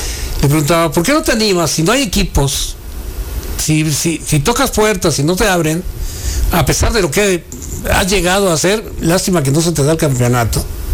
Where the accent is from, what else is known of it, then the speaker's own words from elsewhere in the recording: León, Guanajuato, Mexico; Porque los capitalinos dicen que nosotros somos más, hablamos de León. Sí, nada más de León, porque somos de León.